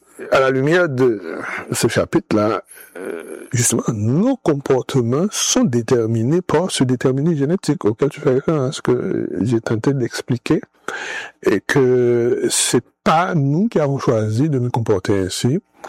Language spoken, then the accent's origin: French; Haiti; c'est-à-dire créer chez nous en Haïti